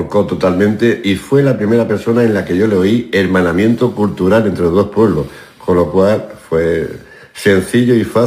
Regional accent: Cieza, Region of Murcia, Spain; mi pueblo, que es Cieza, tan rica también en tanta cultura, historia y patrimonio.

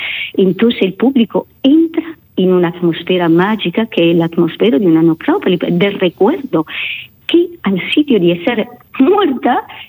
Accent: Italy; Creo que no se trata solo de un amor porque somos italianos.

